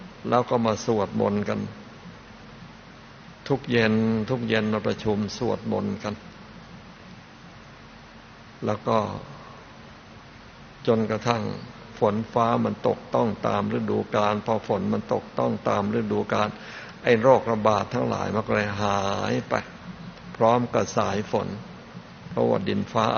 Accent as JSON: {"language": "Thai", "region": "Kanchanaburi", "country": "Thailand", "tie": "born there", "said": "เมื่อหลวงพ่อเด็กๆ เกิดที่จังหวัดกาญจนบุรีก็ไปเห็นที่หน้าเมืองกาญ"}